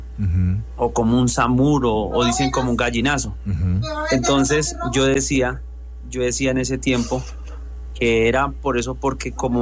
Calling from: Bogotá, Colombia; Desde aquí, desde Bogotá.

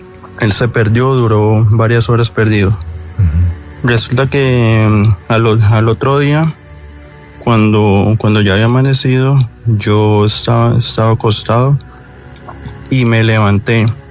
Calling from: Cali, Valle del Cauca, Colombia; Desde acá, desde la ciudad de Cali

